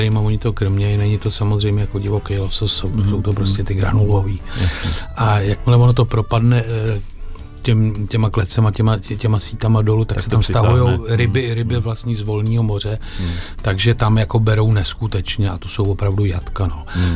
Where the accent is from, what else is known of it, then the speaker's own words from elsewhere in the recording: Řež, Central Bohemian Region, Czechia; já jsem z Řeže u Prahy nad Vltavou vlastně